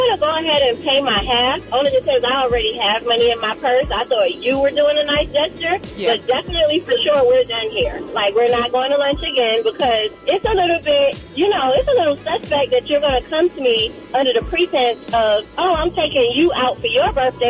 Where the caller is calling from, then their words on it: Marietta, Georgia, United States; I'm checking in from Marietta, Georgia.